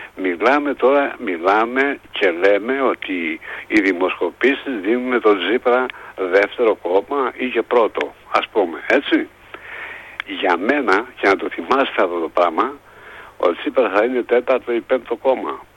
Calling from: Greece; εγώ σαν Έλληνας

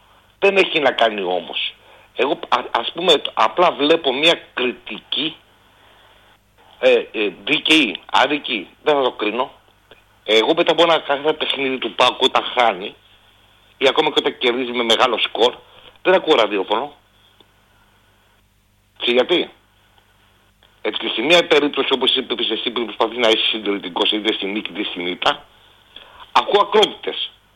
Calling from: Athens, Attica, Greece; από Αθήνα.

